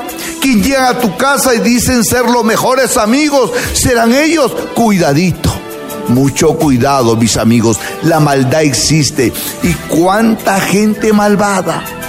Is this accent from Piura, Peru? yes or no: yes; Huancabamba, Piura, Peru; moved away; also born or lived in Murcia, Spain / Madrid, Spain / New York, United States / Miami, United States; Sí, has escuchado hablar de mi tierra, pero no conoces personalmente a … a mi hijo Randú de la India. Amigos míos, he vivido muchos años en Europa